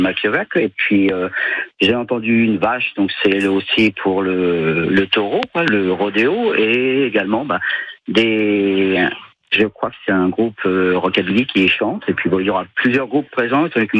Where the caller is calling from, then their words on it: Normandy, France; De Beuvillé, dans le Calvados.